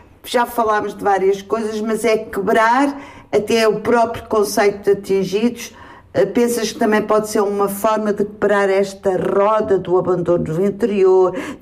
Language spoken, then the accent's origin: Portuguese; Barril, Portugal; sou do Barril, e lembro quando era criança e adolescente de ver fogos